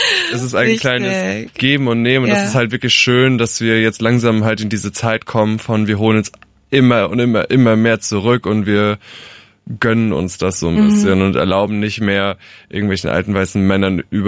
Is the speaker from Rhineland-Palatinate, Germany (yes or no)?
yes; Rhineland-Palatinate, Germany; Nähe Alzey.